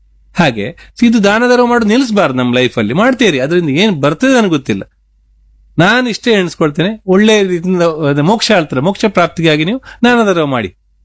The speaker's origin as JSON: {"language": "Kannada", "town": "Nekinakatte", "region": "Karnataka", "country": "India", "tie": "born or raised there", "said": "ನಮ್ಮ ನನ್ನ ಊರು ನೇಕಿನಕಟ್ಟೆ, ನಮ್ಮನೆ ಶಾಲೆಗೆ ಗ್ರೀನ್ ಬೋರ್ಡ್ ಕಂಪ್ಯೂಟರ್ಸ್ ಎಲ್ಲ ನನ್ನ ಶಾಲೆಗೆ ಕೊಟ್ಟಿದ್ದೇನೆ."}